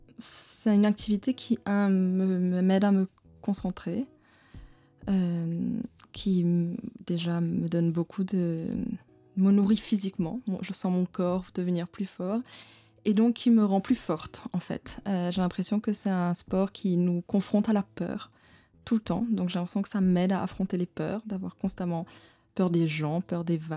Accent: Tamarin, Rivière Noire, Mauritius; Mais j'ai grandi à Tamarin, j'ai toujours voulu surfer, mais étant une fille aussi, c'était pas accessible avant.

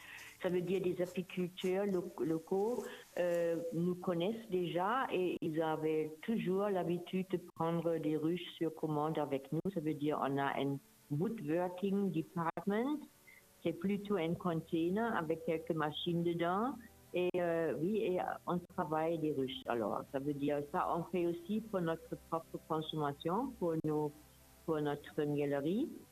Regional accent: Germany; moved away as an adult; now in Rodrigues, Mauritius; Je suis déjà depuis 29 ans à Rodrigue et je viens de l'Allemagne.

